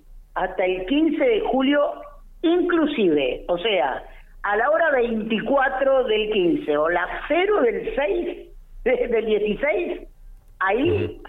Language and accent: Spanish; Santa Cruz, Argentina